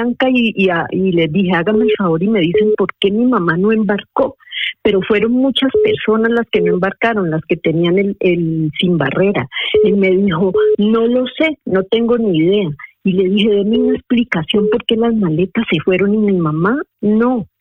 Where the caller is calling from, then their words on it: Madrid, Community of Madrid, Spain; de Madrid.